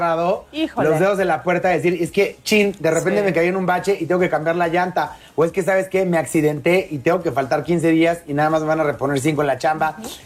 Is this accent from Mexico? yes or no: yes; Mexico